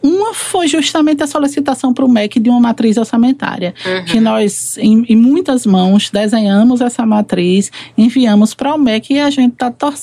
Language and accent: Portuguese; Sergipe, Brazil; E aí, em algum momento, eu fui para minha terra, né? A gente sente o nordestino, ele sempre saudade de casa no meio de junho.